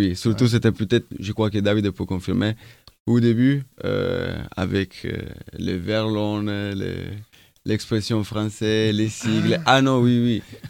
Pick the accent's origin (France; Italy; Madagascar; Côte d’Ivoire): Italy; Cuneo, Piedmont; moved away; Et oui, moi, je suis de Cuneo. Du coup, plus au nord.